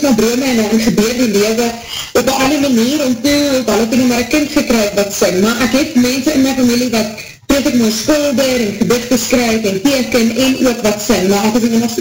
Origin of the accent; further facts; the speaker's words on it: Springs, Gauteng, South Africa; also born or lived in Delmas; now in Pretoria, South Africa; ek is in Delmas gebore al die baie jare terug en ek het in Springs school gegaan, ek is nog steeds maar een oosrang meisje in my hart met ek poosse, maar ek is bestel in Pretoria.